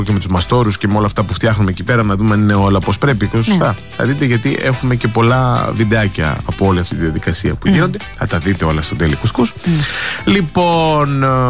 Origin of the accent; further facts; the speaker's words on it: Athens, Attica, Greece; εμένα που είμαι από την Αθήνα